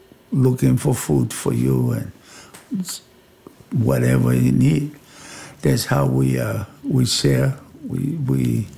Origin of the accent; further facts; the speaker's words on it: Tonga; English is a second language; When we've been growing up in Tonga, and our parents teach us in so many things